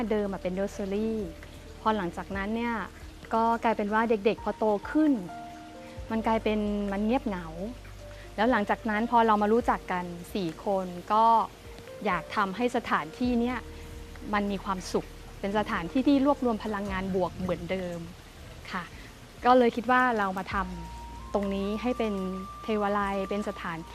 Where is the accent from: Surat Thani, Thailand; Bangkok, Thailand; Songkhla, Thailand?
Songkhla, Thailand; Hat Yai; มันเป็นพื้นเพหรือบ้านเกิดของพวกเราคนหาดใหญ่จังหวัดสงขลา